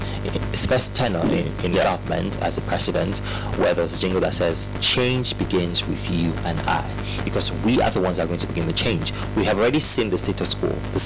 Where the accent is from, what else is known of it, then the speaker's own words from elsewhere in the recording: Nigeria; as a Nigerian